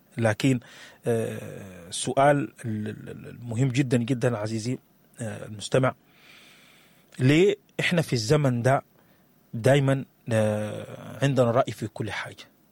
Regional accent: Sudan; حقيقتنا كسودانيين

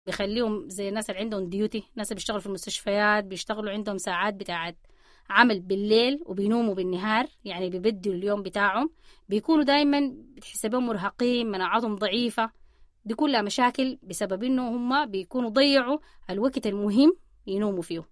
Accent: Sudan; احنا كسودانيين طبعا بنحب اللحمة

